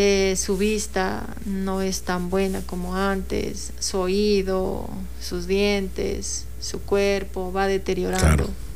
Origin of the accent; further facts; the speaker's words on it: Pelileo, Tungurahua, Ecuador; al municipio de Pelileo también que me ayudó, a mi tierra también